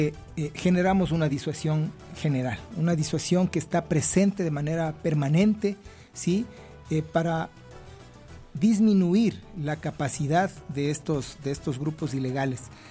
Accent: Ecuador

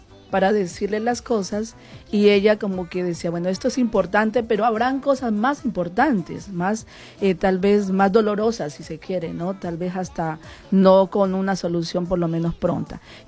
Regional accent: Huila, Colombia; accent: Opita; hay una población de Colombia que se llama Los Opitas y tenemos un acento más o menos.

